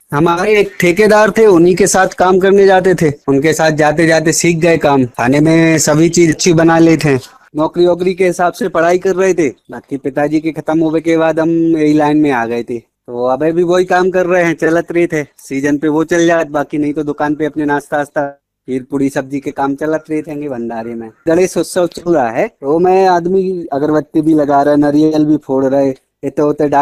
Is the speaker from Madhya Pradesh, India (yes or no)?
yes; Sagar, Madhya Pradesh, India; हम नन्नी देवरी से हैं … हमारी 35 साल उम्र है